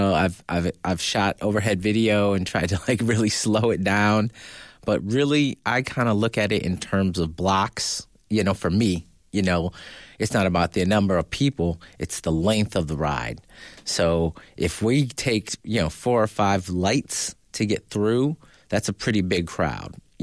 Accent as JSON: {"language": "English", "town": "Detroit", "region": "Michigan", "country": "United States", "said": "Okay, because I'm from Detroit, you know."}